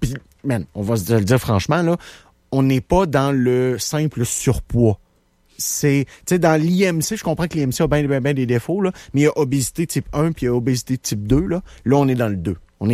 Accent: Val-Bélair, Quebec, Canada; moi, j'ai grandi à Val-Bélair avec plein d'enfants de militaires.

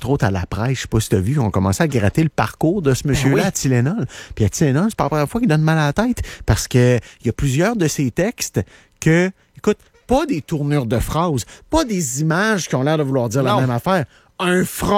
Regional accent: Canada; C'est un de nos, c'est un de nos Canadiens français

